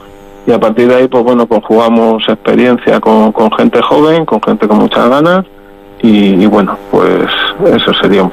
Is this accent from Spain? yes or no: yes; Cartagena, Region of Murcia, Spain; nosotros que venimos de la zona de Cartagena, estamos un poquito acostumbrados